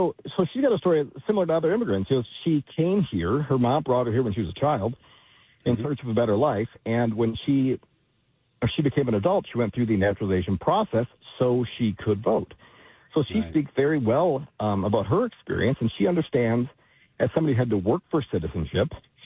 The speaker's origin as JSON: {"language": "English", "region": "Wisconsin", "country": "United States", "tie": "born there", "said": "I was born in Wisconsin."}